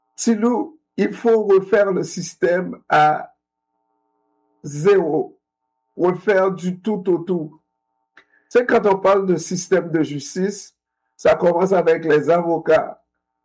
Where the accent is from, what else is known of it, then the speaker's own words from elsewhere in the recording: Gonaïves, Artibonite, Haiti; ils vont faire leurs droits dans ma ville natale à Gonaïves.